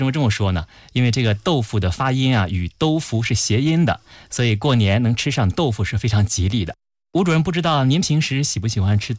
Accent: China; 我们中国人

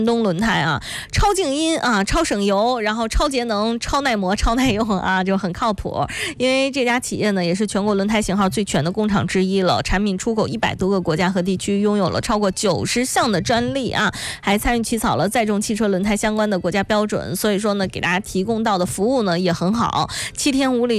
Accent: Weihai, Shandong, China; now in Jinan, China; 我老家呢是山东威海的地地道道的威海姑娘啊，

